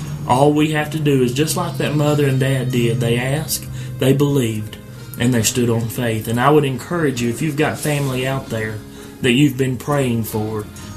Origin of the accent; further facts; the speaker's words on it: Chattanooga, Tennessee, United States; I'm a preacher from Chattanooga.